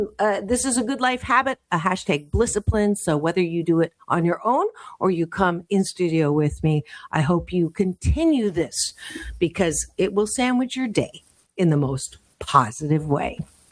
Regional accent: Canada; born there; So instead of saying the elephant in the room, because I was born in Canada, I say, let's put the moose on the table.

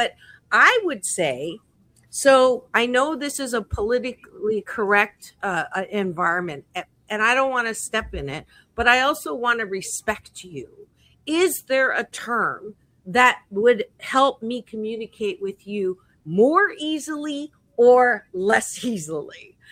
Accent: Canada; now in United States; I grew up in Canada

